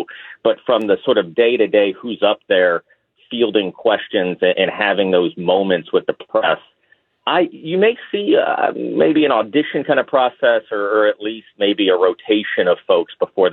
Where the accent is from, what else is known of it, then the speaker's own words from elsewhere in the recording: Texas, United States; moved away; I grew up in Texas.